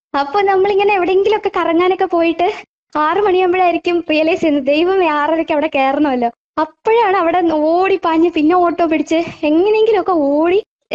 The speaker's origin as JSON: {"language": "Malayalam", "town": "Varkala", "region": "Kerala", "country": "India", "said": "ഞാൻ വർക്കല സ്വദേശിനിയാണ്."}